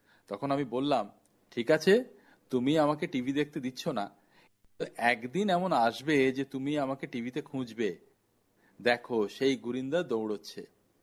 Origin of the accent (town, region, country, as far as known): India